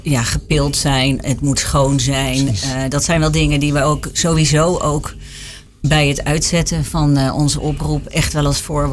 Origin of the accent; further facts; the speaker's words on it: Bosch en Duin, Utrecht, Netherlands; Want ik kom uit Bos en Duin